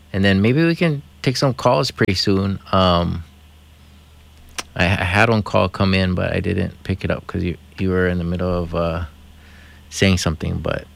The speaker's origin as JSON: {"language": "English", "region": "Hawaii", "country": "United States", "accent": "Hawaiian Pidgin", "first_language": "Hawaiian Pidgin", "second_language": "English", "said": "As main pidgin is my first language, and then English."}